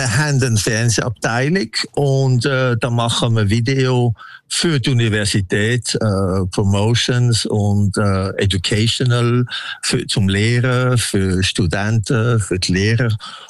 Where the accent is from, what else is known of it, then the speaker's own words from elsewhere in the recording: Switzerland; Meine Frau ist Belgierin und ich bin Schweizer.